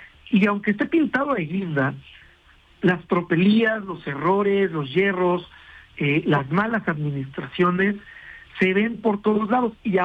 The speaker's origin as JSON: {"language": "Spanish", "region": "Mexico City", "country": "Mexico", "said": "Yo soy chilango 100%"}